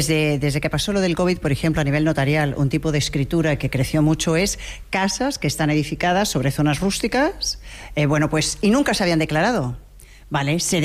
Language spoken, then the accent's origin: Spanish; Madrid, Community of Madrid, Spain; en el fondo yo pensaba, soy madrileña y soy muy provinciana.